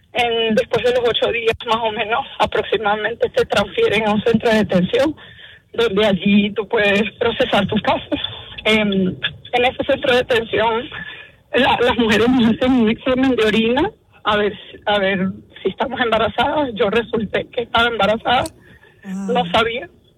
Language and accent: Spanish; Venezuela; moved away as an adult; now in United States; Actualmente yo tengo asilo pendiente, soy de Venezuela y tengo casi 8 años aquí.